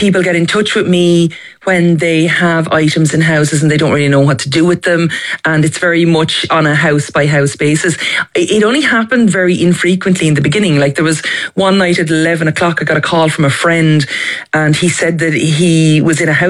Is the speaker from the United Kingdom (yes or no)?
no; Carnew, Leinster, Ireland; And it's in my hometown of Carnew in County Wicklow.